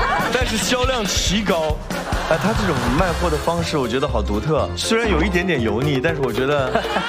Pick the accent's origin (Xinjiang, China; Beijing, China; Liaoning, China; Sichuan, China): Xinjiang, China